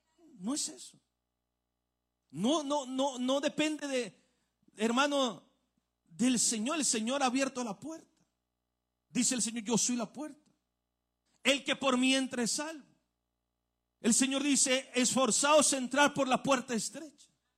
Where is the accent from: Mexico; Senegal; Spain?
Mexico; nosotros somos mexicanos, hermano.